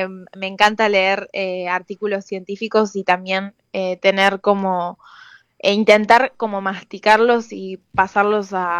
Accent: Río de la Plata, Argentina; accent: Rioplatense; hoy en día también sonamos muy distinto a esos argentinos rioplatenses en la zona del puerto, que quizás era más parecido al italiano.

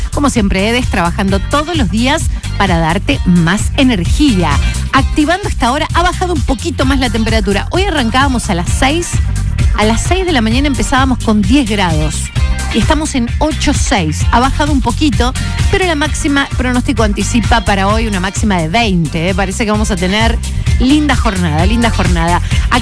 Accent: Argentina; Porque somos argentinos

